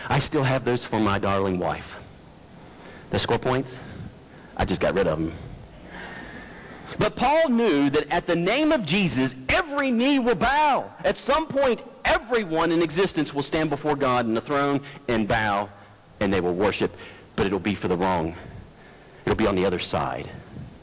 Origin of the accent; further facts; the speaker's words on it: United States; we're American.